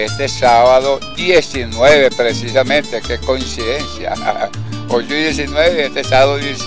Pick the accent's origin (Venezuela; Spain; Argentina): Venezuela; como somos venezolanos y lo tenemos de corazón